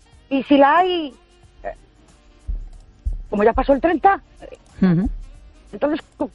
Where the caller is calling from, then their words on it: Ourense, Galicia, Spain; de Orense.